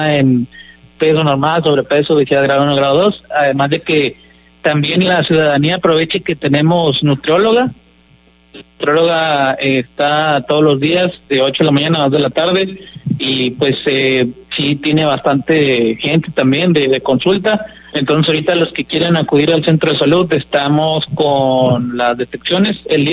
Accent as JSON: {"language": "Spanish", "town": "Nueva Rosita", "region": "Coahuila", "country": "Mexico", "moved": "yes", "lives_now": "Morelos, Mexico", "said": "Yo soy de Nueva Rosita, yo soy de capital de los Precios Bajos, no conozco mucho Morelos todavía"}